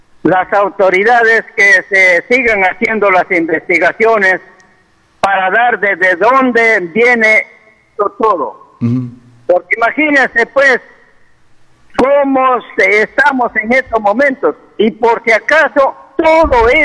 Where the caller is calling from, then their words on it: Peru; aquí nosotros en el Perú